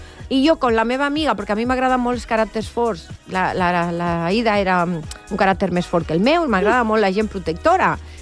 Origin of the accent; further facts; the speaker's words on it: Salou, Catalonia, Spain; i ens volem casar a Torrevella, que Torrevella de Salou, jo, és el meu barri, que jo vaig viure allà de petitona.